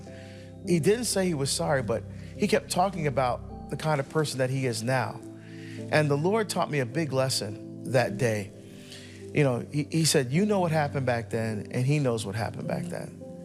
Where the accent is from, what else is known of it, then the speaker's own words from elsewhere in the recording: Barbados; moved away; my home country of Barbados